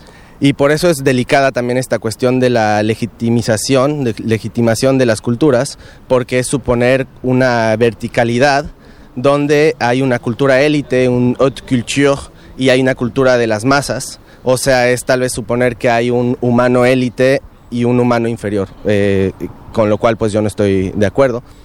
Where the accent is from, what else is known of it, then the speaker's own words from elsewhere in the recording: Xalapa, Veracruz, Mexico; also born or lived in Toulouse, France; hace poco tuve la fortuna de regresar a México y me di cuenta que cambia la ciudad, vengo de Jalapa, Veracruz, México